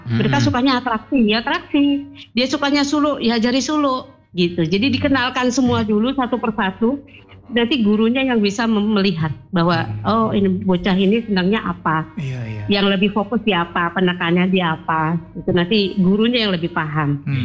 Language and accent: Indonesian; Jakarta, Indonesia; first language Indonesian; Saya benar-benar orang Jakarta asli. Maksudnya lahirnya di Jakarta. Yeah. Apa namanya, lingkungan pun Jakarta semua. Mm-hmm. Jadi Betawi.